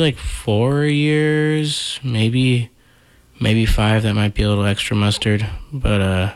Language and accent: English; San Jose, California, United States; We're all from San Jose.